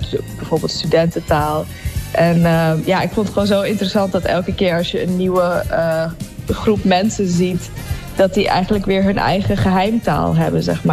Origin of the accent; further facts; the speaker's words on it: Emmen, Drenthe, Netherlands; moved away; also born or lived in Leiden; Mijn moeder is Fries en ik ben zelf opgegroeid in Emmen. En dan heb je gewoon eigenlijk heel veel verschillende talen om je heen. Maar je merkt ook, ik heb in Leiden gestudeerd.